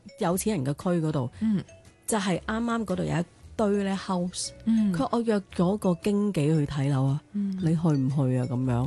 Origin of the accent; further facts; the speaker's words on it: Hong Kong; 我成日永远答是香港，真系嘅，因为土生土长一个地方。